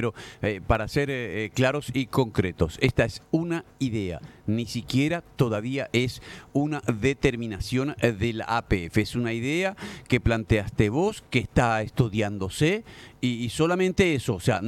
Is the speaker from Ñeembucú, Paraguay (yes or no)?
yes; Pilar, Ñeembucú, Paraguay